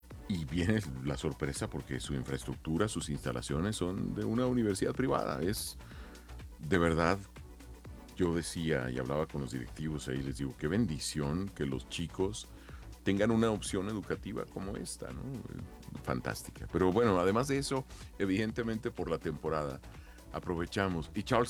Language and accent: Spanish; Chihuahua, Mexico; moved away as an adult; now in Mexico City, Mexico; yo soy de Chihuahua, tengo casi 30 años acá, pero soy de Chihuahua.